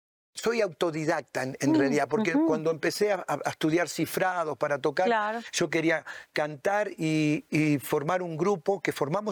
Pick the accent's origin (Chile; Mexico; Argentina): Argentina; Buenos Aires